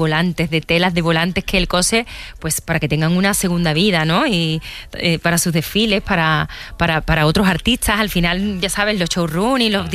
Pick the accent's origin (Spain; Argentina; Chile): Spain; Seville, Andalusia; en Sevilla especialmente, por todo lo que conllevaba mi tierra y La Maestranza, ¿no?